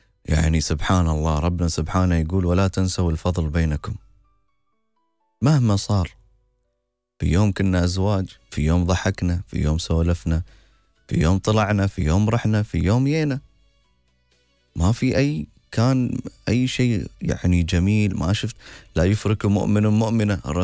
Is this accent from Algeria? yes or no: no; Sharjah, United Arab Emirates; من إمارة الشارقة، ما عندي دخل غير الراتب وعلي التزامات.